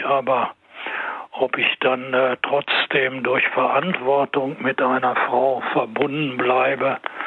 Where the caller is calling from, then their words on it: Paderborn, North Rhine-Westphalia, Germany; Ich rufe aus Paderborn an.